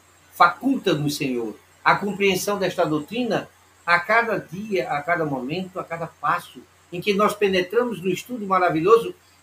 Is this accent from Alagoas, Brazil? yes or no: yes; Alagoas, Brazil; now in Recife, Brazil; comecei a compreender a doutrina espírita quando eu me aproximei e vim morar no Recife. Eu saí de Alagoas e viemos morar em Recife.